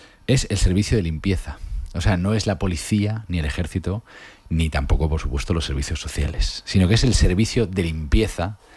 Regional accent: Madrid, Community of Madrid, Spain; Sobre todo del Ayuntamiento de Madrid, que es mi tierra y la que más conozco.

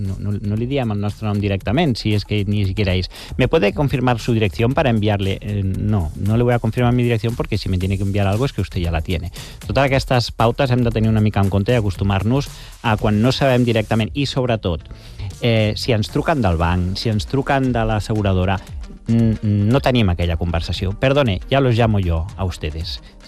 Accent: Galicia, Spain; saps que jo vinc de Galícia, de família gallega, i jo de petitó, a casa dels meus avis, tenien aquella garrafa de vidre gran

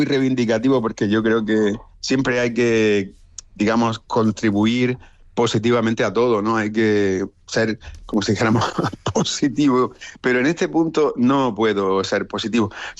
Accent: Spain

